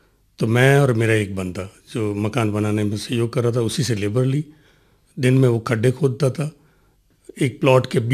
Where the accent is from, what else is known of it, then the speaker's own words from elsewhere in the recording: Pali district, Rajasthan, India; also born or lived in Udaipur; मैं एक किसान परिवार से बिलोंग करता हूँ। मेरा गांव पोमावा है, पाली डिस्ट्रिक्ट है और सुमेरपुर तहसील है।